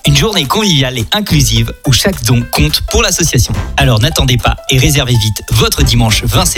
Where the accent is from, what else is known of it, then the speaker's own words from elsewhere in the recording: France; chez nous en France